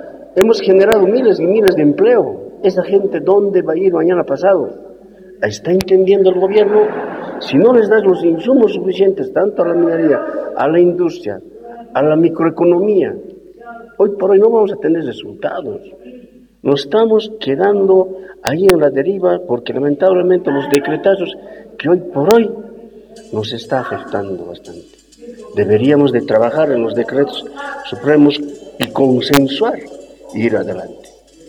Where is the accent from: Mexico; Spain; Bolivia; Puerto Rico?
Bolivia; preocupa como boliviano